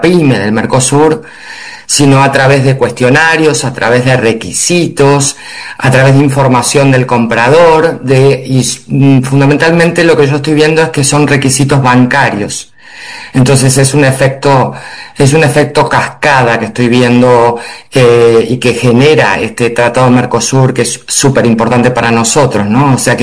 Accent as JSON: {"language": "Spanish", "country": "Argentina", "moved": "as an adult", "lives_now": "Europe", "said": "Yo soy argentina y hace 8 años que vivo acá en Europa"}